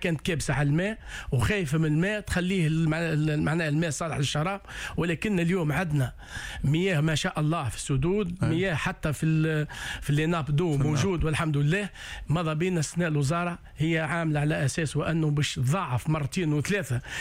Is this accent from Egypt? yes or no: no; Tunisia